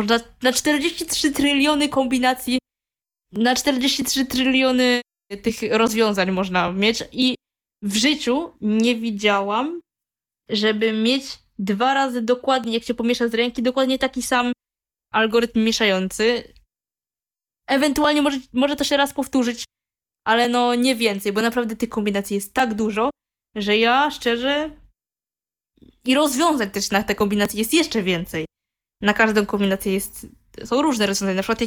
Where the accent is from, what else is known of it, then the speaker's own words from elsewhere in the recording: Warsaw, Masovian Voivodeship, Poland; born there; Mieszkam tutaj w Warszawie sobie w centrum i co tam jeszcze? Ja jestem Polką, tylko moi rodzice są Wietnamczykami i urodziłam się tutaj w Polsce, dlatego też mój polski język też no, nie jest na złym poziomie. Wietnamski jest na złym, ale jest jakiś taki.